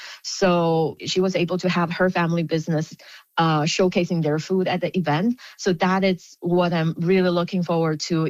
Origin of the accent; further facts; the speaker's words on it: China; now in Halifax, Canada; I grew up in China.